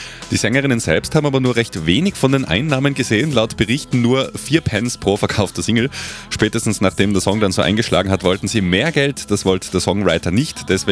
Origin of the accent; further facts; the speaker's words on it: Austria; Bei uns in Österreich war es dann am 8. Oktober soweit.